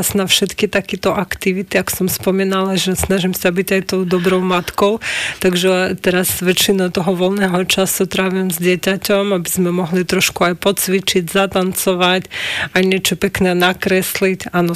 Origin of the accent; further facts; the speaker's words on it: Dnipro, Dnipropetrovsk Oblast, Ukraine; Slovak is a second language; moved away as an adult; now in Slovakia; v mojom rodnom meste Dnipro